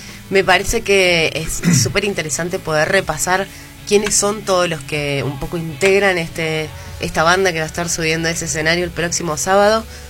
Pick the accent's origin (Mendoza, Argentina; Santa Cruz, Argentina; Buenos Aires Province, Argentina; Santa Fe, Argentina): Mendoza, Argentina; como somos los mendocinos siempre